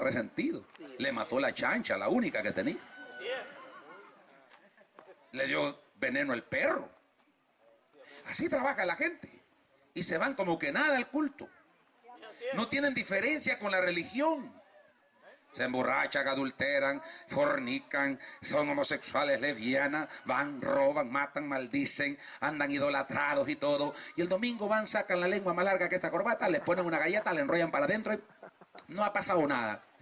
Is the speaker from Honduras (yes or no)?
yes; Honduras; porque yo soy hondureño. Alabia a Dios si puede. Yo soy nacido en Honduras. Bueno, me crecí aquí